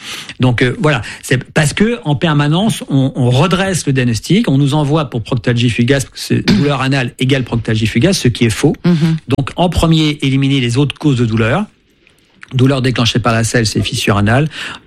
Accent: France; chez nous en France

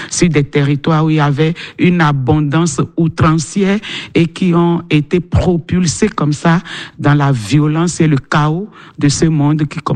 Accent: Savalou, Collines, Benin; born there; je suis née dans ce qui est devenu le Bénin en 1960, donc c'était hier

